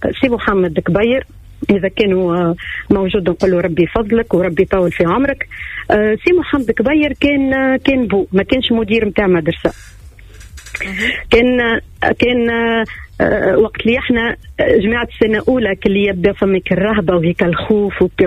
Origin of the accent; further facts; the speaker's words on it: Bizerte, Bizerte Governorate, Tunisia; moved away as an adult; now in Sfax, Tunisia; أي أنا من صفاقس، أنا ما قريتش في صفاقس، أنا قريت في بنزرت.